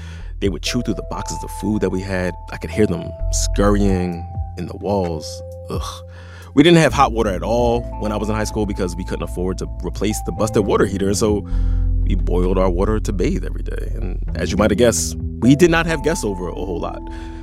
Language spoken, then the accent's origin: English; Philadelphia, Pennsylvania, United States; At the same time I was growing up in South Philly